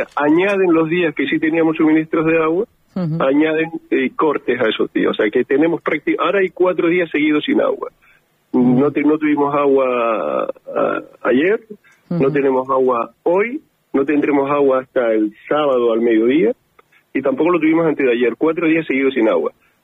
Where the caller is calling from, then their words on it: Máguez, Canary Islands, Spain; Yo vivo en Magis. Que es una localidad del municipio de Daría, está muy cerca del casco de Daría